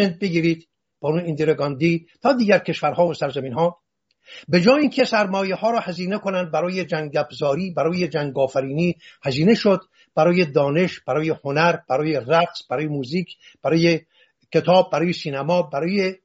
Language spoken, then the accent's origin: Persian; Iran